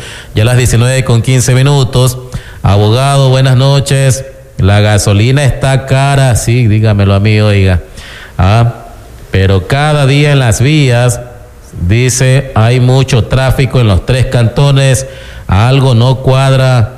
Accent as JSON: {"language": "Spanish", "country": "Ecuador", "said": "así como buenos ecuatorianos."}